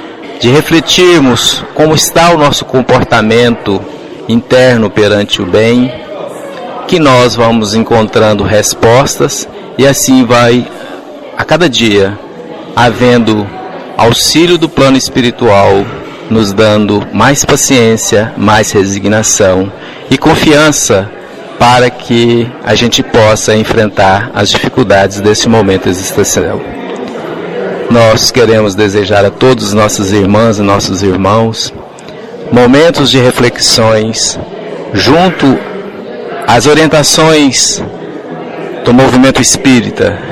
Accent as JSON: {"language": "Portuguese", "town": "Goiânia", "region": "Goiás", "country": "Brazil", "said": "nós somos, sou de Goiânia, estado de Goiás, Brasil."}